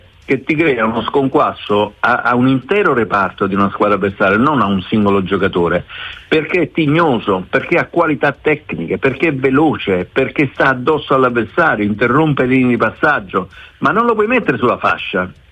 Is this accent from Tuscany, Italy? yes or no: no; Naples, Campania, Italy; Io sono napoletano come te